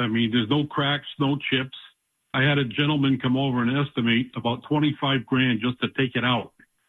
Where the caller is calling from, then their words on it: Thompson, Connecticut, United States; I'm calling from Thompson, Connecticut.